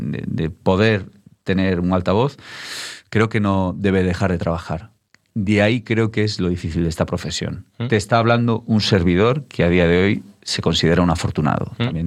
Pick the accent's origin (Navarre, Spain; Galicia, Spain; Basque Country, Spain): Galicia, Spain; Chantada; also born or lived in Lucerne, Switzerland; yo siempre digo que soy de Chantada, pero de nacimiento de Lucerna.